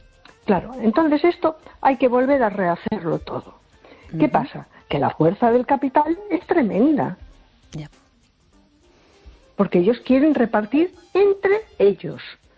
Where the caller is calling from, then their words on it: A Coruña, Galicia, Spain; de Coruña.